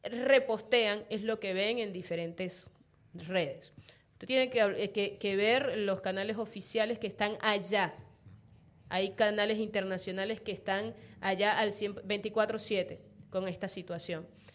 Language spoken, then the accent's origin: Spanish; Venezuela; now in Argentina